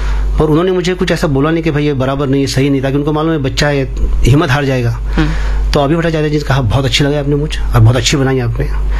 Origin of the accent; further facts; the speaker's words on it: Ratnagiri, Maharashtra, India; now in Mumbai, India; मैं हूँ रत्नागिरी से बिलोंग करता हूँ